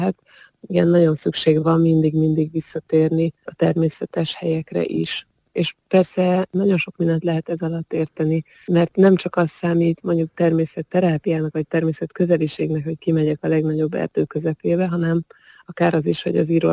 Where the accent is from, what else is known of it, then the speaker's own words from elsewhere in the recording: Budapest, Hungary; Én Budapesten nőttem föl, Budapestnek egy inkább ilyen kertesebb részén, tehát nem az erdő szélén éltem